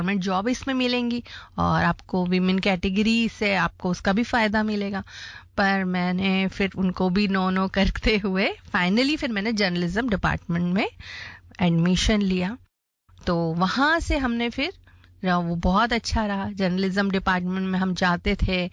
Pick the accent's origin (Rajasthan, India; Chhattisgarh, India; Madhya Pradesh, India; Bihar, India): Madhya Pradesh, India; Ujjain; हमारा छोटा सा उज्जैन शहर